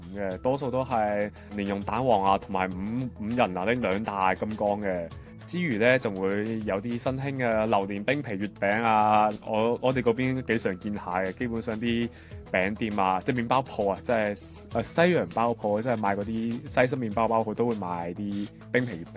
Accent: Macau

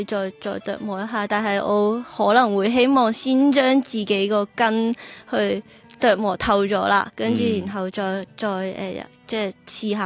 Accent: Macau; 我始终我系澳门人啦，咁即系我都系呢个大湾区长大，咁我觉得即系都系我最熟悉嘅语言，同埋最熟悉嘅一个音乐体系咯

